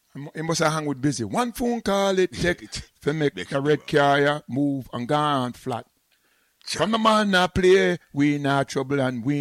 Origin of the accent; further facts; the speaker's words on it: United Kingdom; I'm British